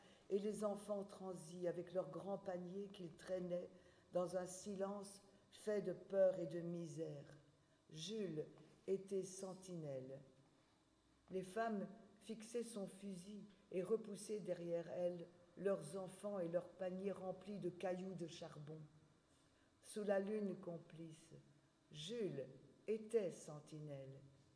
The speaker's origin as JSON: {"language": "French", "region": "Wallonia", "country": "Belgium", "tie": "born or raised there", "said": "Puisque je suis du Borinage, donc toujours, je suis née là, j'y habite depuis, vous aussi, depuis mon enfance, depuis ma naissance."}